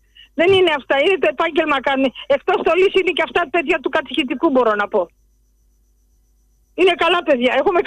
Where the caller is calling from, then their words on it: Athens, Attica, Greece; Εγώ κατεβαίνω στο Σύνταγμα, είμαι Αθηναία.